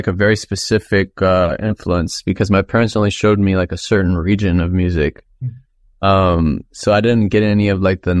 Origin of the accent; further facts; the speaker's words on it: United States; I'm from here. They're like, nah, where are you really from? And I'm like, I'm from here. I'm American. I was born in America.